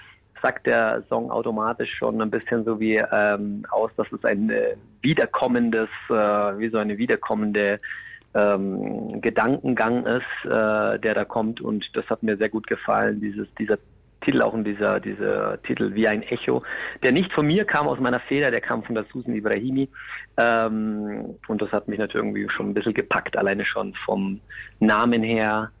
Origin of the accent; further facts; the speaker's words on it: Italy; als Italiener selber